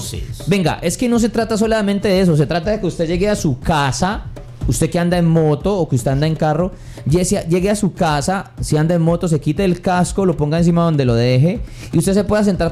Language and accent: Spanish; Cali, Valle del Cauca, Colombia; como colombiano, como ciudadano del mundo, usted tenga un comportamiento ejemplar